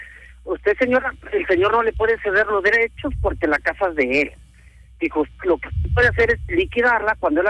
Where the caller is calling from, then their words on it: San Luis Potosí, Mexico; yo vivo en San Luis Potosí.